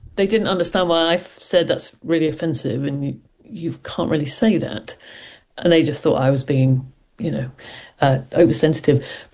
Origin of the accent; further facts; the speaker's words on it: Ireland; now in United Kingdom; And it wasn't that easy really being Irish in Britain then.